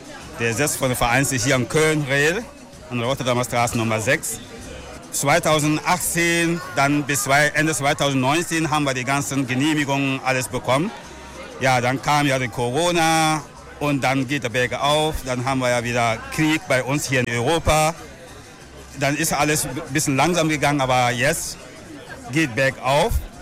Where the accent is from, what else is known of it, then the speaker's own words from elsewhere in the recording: Centre-Sud, Burkina Faso; now in Cologne, Germany; Ich komme ja aus Burkina Faso. Es ist ein Centre S von Burkina Faso. Der Ort, Name ist Ouaregou.